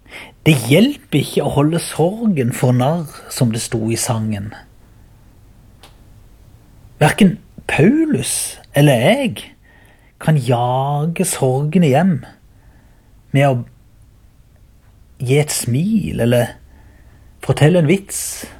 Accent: Byremo, Agder, Norway

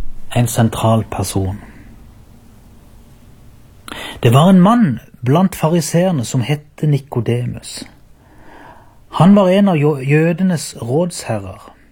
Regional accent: Byremo, Agder, Norway

